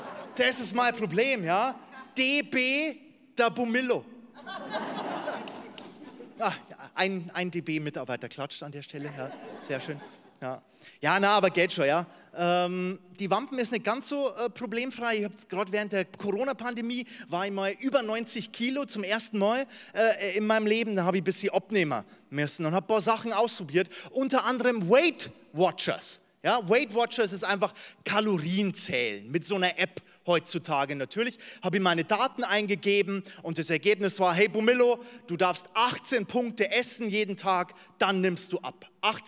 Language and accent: German; Reit im Winkel, Bavaria, Germany; weil ich bin in Oberbayern groß geworden, auf dem Dorf in Reit im Winkel, in der Nähe vom Chiemsee.